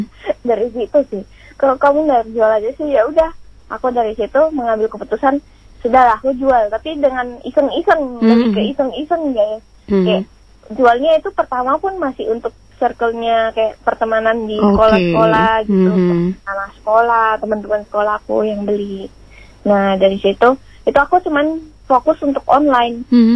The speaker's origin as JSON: {"language": "Indonesian", "town": "Medan", "region": "North Sumatra", "country": "Indonesia", "moved": "as an adult", "lives_now": "Kupang, Indonesia"}